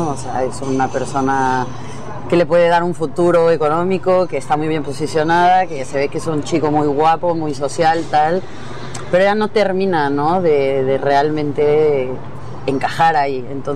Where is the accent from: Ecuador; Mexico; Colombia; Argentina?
Mexico; moved away; yo soy de México, y en México, esto está en la novela, pasa mucho, ¿no? Yo creo que aquí también, pero en México, que es donde yo crecí